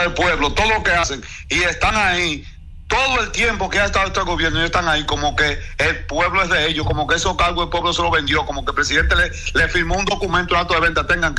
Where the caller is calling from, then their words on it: Dominican Republic; Todos nosotros tenemos derecho a elegir y a ser elegidos como dominicanos en nuestra constitución.